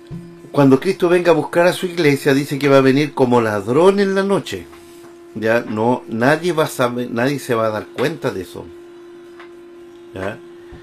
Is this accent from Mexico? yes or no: no; Chile; nosotros somos el país de Chile